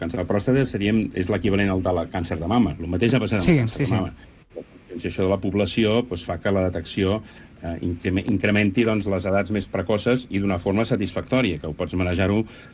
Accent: Sabadell, Catalonia, Spain; Bueno, jo sóc de Sabadell, de Barcelona, català, i a veure, jo... És el meu país, és on m'he creat

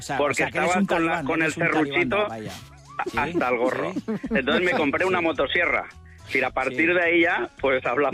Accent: Valencia, Valencian Community, Spain; A ver, Jorge, soy de Valencia.

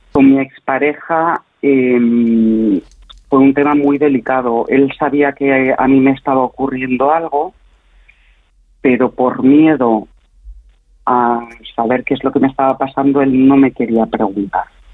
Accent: Madrid, Community of Madrid, Spain; now in Zaragoza, Spain; en Zaragoza, pero soy de Madrid y mi familia vive en Madrid.

